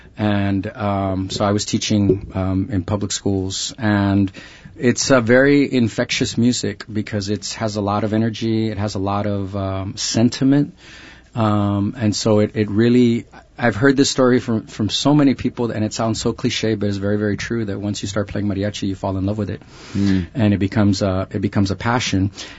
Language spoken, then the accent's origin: English; San Antonio, Texas, United States; But I'm from Texas originally. I'm from the city of San Antonio, go Spurs.